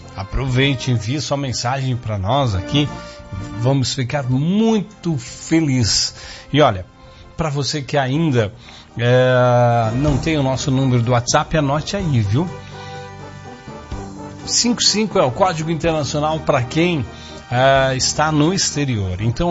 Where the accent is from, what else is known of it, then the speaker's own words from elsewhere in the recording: Curitiba, Paraná, Brazil; born there; moved away; also born or lived in São Paulo; Quando eu nasci em Curitiba, né? Mas em 93 eu vim morar para São Paulo, né? Já jovem, né? E aí quando voltei para morar em Curitiba, né?